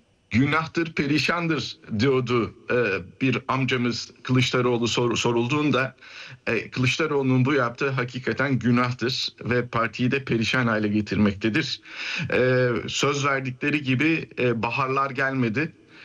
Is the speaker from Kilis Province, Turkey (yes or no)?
yes; Kilis Province, Turkey; Yani kendi memleketimde akrabalar için söylenir. Akrabanın akrabaya yaptığını akrep yapmaz der kilisliler.